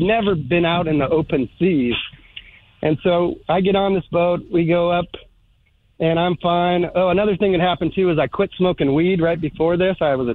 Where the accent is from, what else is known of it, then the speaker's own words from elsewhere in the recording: Seattle, Washington, United States; I grew up in Ballard in the 80s. I've told you guys that.